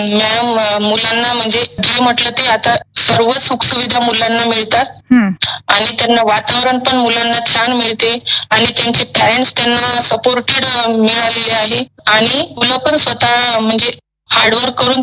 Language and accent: Marathi; Yavatmal district, Maharashtra, India; moved away as an adult; also born or lived in Washim; now in Buldhana, India; माझे मूळ गाव वाशिम आहे आणि माझे माहेर यवतमाळ जिल्ह्यात नीर या गावी माहेर आहे।